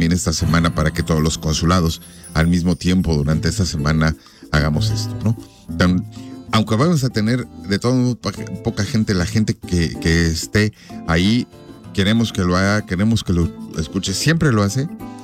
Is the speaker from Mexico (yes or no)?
yes; Mexico; now in Omaha, United States; lo que tenemos como mexicanos